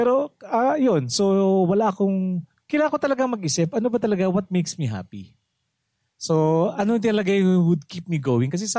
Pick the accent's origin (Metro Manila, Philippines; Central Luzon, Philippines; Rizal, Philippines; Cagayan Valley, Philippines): Metro Manila, Philippines; Quezon City; now in Bulacan, Philippines; Pero I was born and raised in QC.